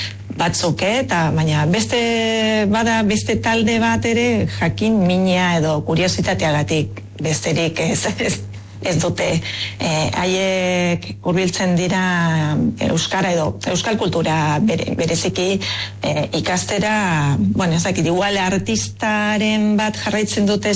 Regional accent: Argentina; born there; Basque is a second language; ni Argentinan jaioa naiz, euskaldun berria

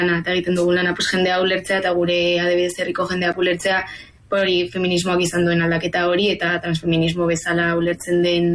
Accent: Navarre, Spain; Tafallaldekoa gara

